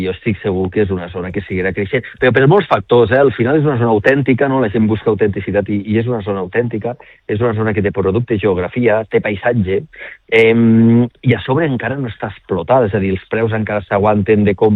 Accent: L'Aldea, Catalonia, Spain; born there; un punt que per a mi és important perquè jo vaig néixer a l'Aldea, per tant és un punt emblemàtic.

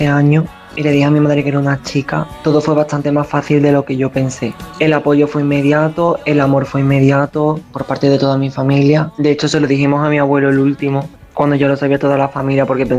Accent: Navarre, Spain; Me llamo de un pueblo pequeño de Navarra, tengo 60 años, soy lesbiana

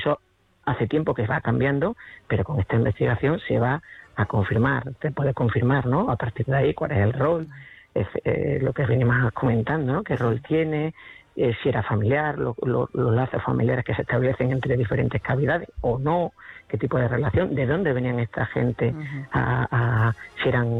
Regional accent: Extremadura, Spain; que es casi tanto o más calor que el que hace en mi tierra, aquí en Extremadura.

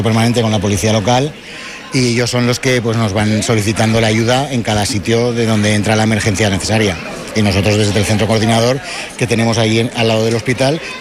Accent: Huesca, Aragon, Spain; yo soy de Huesca

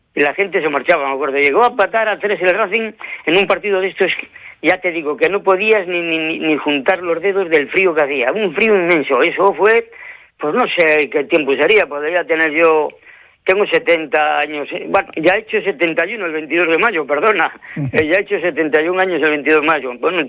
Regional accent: El Astillero, Cantabria, Spain; yo soy de Astillero y soy socio del Unión Club

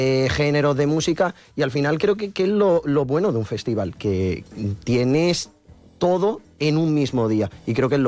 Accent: Málaga, Andalusia, Spain; Yo normalmente los que acudo son los más cercanos a mi ciudad. Yo soy de Málaga

